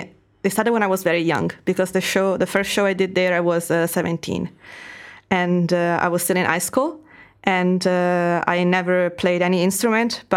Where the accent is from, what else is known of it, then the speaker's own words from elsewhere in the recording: Verona, Veneto, Italy; English is a second language; it's a garden that with a little house that it's on the hills around Verona, that it's my hometown. And it was my grandfather's basically like garden where he was growing vegetables and making wine and have olive trees as Italian have.